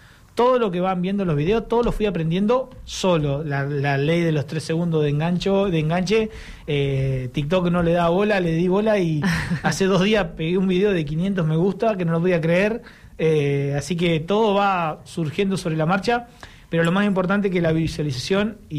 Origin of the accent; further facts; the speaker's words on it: Junín, Argentina; moved away; Yo soy nacido y criado en Junín